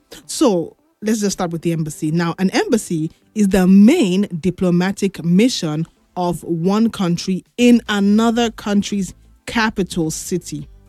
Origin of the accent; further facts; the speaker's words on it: Nigeria; As a Nigerian, if I were you, I would take the embassy and hold them tight if I'm traveling.